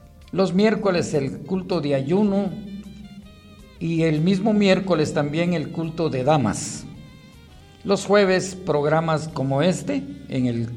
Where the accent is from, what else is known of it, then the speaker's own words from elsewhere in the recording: Cuilco, Huehuetenango, Guatemala; moved away; me escucha en mi pueblo, Cuilco. Ah, mi Cuilco adorado. Soy de Cuilco. Y por eso envío un saludo a mi pueblo maravilloso.